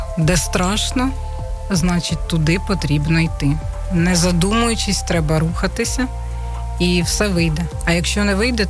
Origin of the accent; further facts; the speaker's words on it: Kharkiv, Kharkiv Oblast, Ukraine; moved away as an adult; now in Chernivtsi, Ukraine; Так, я з Харкова. Ну, я вже буковинка.